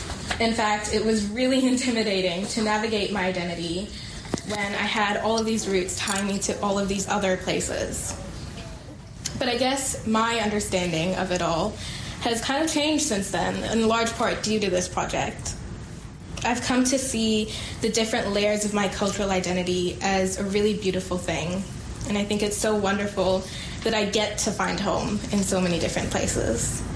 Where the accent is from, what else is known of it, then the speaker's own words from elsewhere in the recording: India; also born or lived in Malawi / Bangladesh; I'm originally from India, but I've lived all over the world, first in Malawi, then in Bangladesh, and now here.